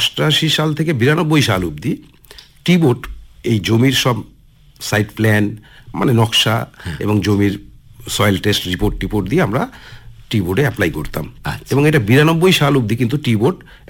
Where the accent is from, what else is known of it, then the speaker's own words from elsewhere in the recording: West Bengal, India; আমরা উত্তরবঙ্গের